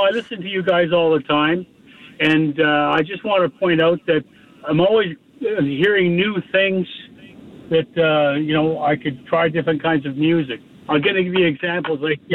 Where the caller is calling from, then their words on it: Toronto, Ontario, Canada